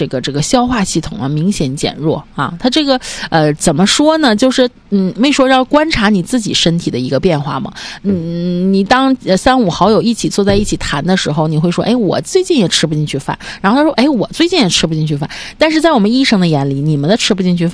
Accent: China

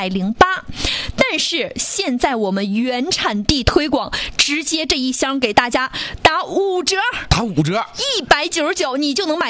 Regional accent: Northeast China, China; 咱们都知道我们东北人喜欢泡这个药酒，对吧？

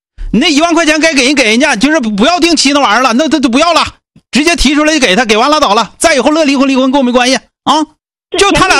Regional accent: Northeast China, China; 咱们东北足吃足喝

